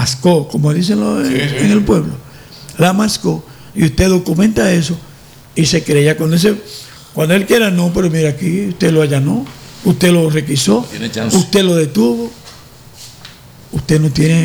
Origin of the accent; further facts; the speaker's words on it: Baní, Peravia, Dominican Republic; Entonces, eso es bueno decírselo al pueblo dominicano. Específicamente a mi pueblo Baní